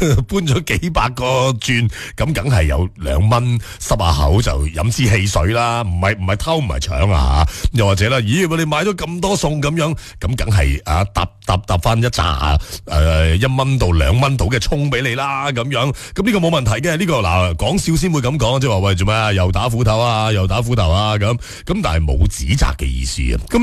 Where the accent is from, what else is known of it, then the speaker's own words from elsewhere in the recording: Guangdong, China; 即係我哋广东人讲呢